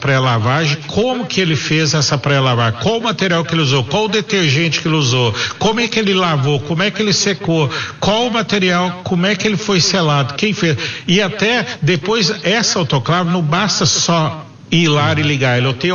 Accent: Minas Gerais, Brazil; Nós que somos de Minas

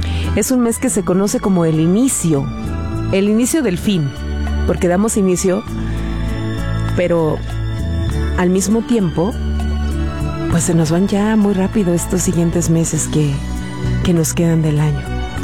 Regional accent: Mexico

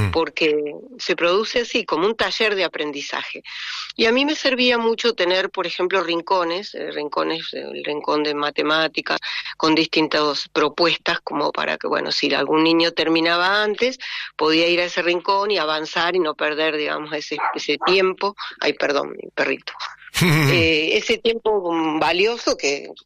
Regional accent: Bariloche, Río Negro, Argentina; born there; Sí, he tenido abuelos en Viedma, pero mi nací en Bariloche y me desarrollé como docente en lo que le llamamos la línea sur rionegrina

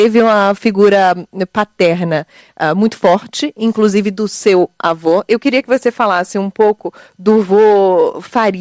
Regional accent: Portugal; now in Brazil; Eu sou portuguesa.

